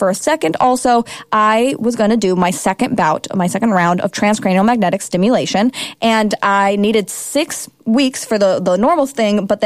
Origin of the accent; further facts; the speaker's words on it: Costa Rica; do a month-long study abroad program in my home country of Costa Rica. I love Costa Rica.